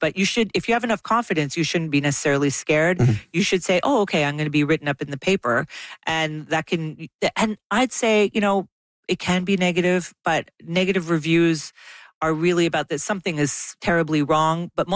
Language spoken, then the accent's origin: English; Montreal, Quebec, Canada; I grew up reading in the Montreal Gazette a woman by the name of Helen Rochester, who was the first restaurant critic in Canada.